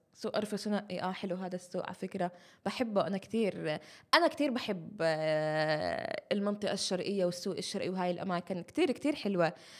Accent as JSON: {"language": "Arabic", "town": "Nablus", "region": "West Bank", "country": "Palestine", "said": "احنا عندنا منتزة العائلات يعني حتى غير انه تراث فهو المكان كتير كتير حلو عندنا بنابلس."}